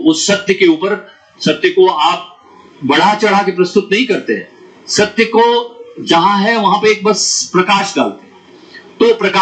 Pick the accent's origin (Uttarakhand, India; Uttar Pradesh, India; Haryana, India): Uttarakhand, India; मैं उत्तराखंड से हूँ